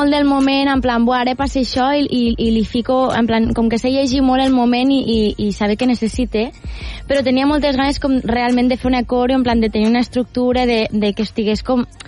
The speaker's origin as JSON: {"language": "Catalan", "town": "Lleida", "region": "Catalonia", "country": "Spain", "said": "Soc de Lleida."}